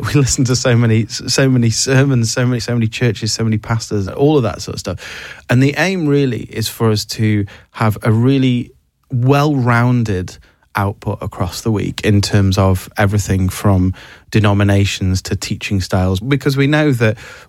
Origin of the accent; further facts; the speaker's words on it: United Kingdom; I think maybe because we're British